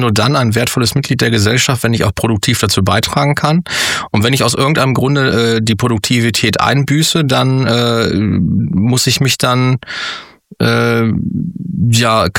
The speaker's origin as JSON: {"language": "German", "country": "Germany", "said": "Also ein Thema, wo mir als Deutscher wirklich das kalte Nacken runterläuft und mir alle Nackenhaare zu Berge stehen."}